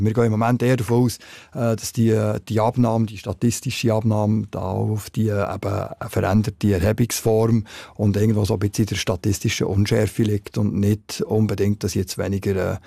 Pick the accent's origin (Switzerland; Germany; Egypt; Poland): Switzerland; Und bei uns in der Schweiz geht es, mit Ausnahme vom Gipfel, geht's immer weiter